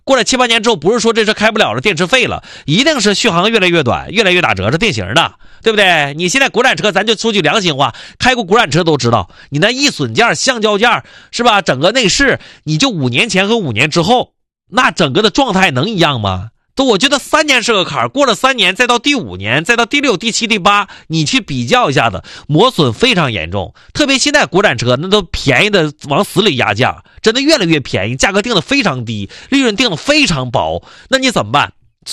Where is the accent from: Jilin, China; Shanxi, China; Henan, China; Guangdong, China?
Jilin, China; 你要是咱东北的，特别咱吉林省的，